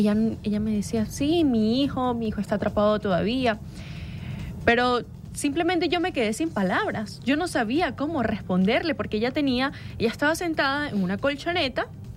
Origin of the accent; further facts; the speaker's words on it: Venezuela; Jamás como venezolanos hemos estado solos.